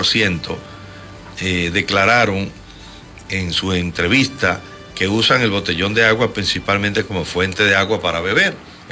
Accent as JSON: {"language": "Spanish", "country": "Dominican Republic"}